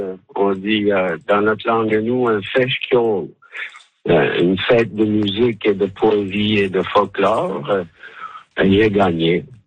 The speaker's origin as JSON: {"language": "French", "country": "Ireland", "second_language": "French", "moved": "yes", "said": "moi je viens du sud-ouest de l'Irlande. On appelle ça la dernière paroisse avant l'Amérique. C'est l'extrême point à l'ouest de l'Europe. Et on a les montagnes derrière nous et la mer devant."}